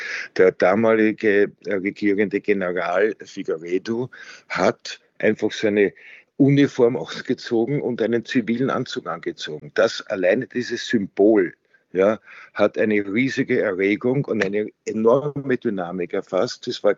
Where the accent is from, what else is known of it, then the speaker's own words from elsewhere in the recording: Austria; als Österreicher, verstehe ich es natürlich vielleicht besser